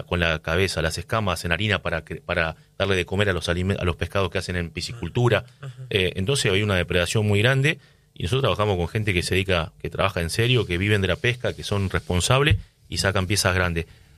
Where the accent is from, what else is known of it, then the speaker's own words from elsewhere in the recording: Cruz Alta, Córdoba, Argentina; born there; now in Santa Fe, Argentina; tampoco soy santafesino, yo nací en Cruz Alta, Córdoba, a la vera del río Carcarañá, nos divide el río, así que de un lado es Córdoba, otro a Santa Fe. Cuando llegué en el 2013 a cocinar a Santa Fe